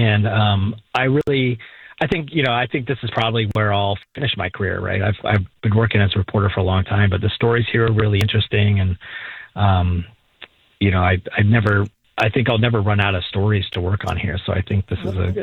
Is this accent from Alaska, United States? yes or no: yes; Alaska, United States; born there; You know, I was born in Alaska, and I went to school, like college up in Fairbanks, Alaska.